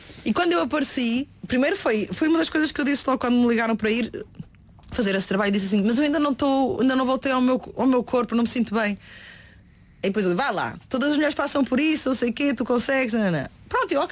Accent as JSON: {"language": "Portuguese", "region": "Northern Portugal", "country": "Portugal", "accent": "northern pronúncia", "moved": "yes", "said": "De quando eu estava no Norte."}